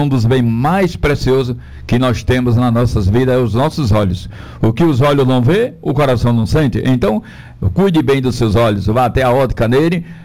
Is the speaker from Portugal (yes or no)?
no; Caruaru, Pernambuco, Brazil; born there; now in Ceará, Brazil; eu nasci em Caruaru, lá em Terra Vermelha, né? Lá na Zebrenha, lá no finalzinho de Caruaru